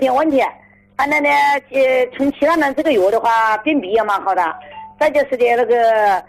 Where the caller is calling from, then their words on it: Jingzhou, Hubei, China; 我是荆州福建的。